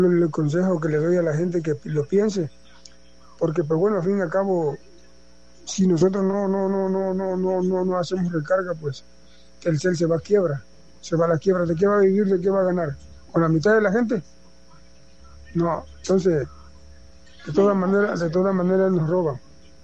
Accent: Ciudad del Carmen, Campeche, Mexico; Yo soy carmelita, yo soy nativo, yo aquí vivo, aquí nací, aquí crecí. ¿Cómo está la ciudad? Han entrado presidentes, Ciudad del Carmen está en lo mismo.

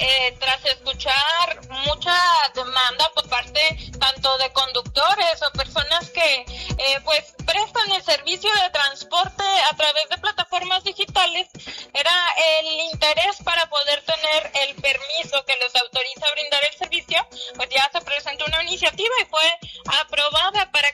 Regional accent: Mexico; yo creo que a todos como mexicanos nos hubiera llenado todavía más de alegría el avanzar

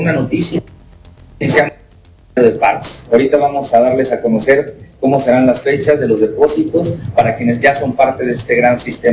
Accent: Mexico; nos unamos como mexicanos

